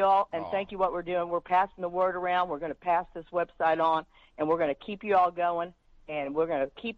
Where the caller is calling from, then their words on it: Tulsa, Oklahoma, United States; we are from Oklahoma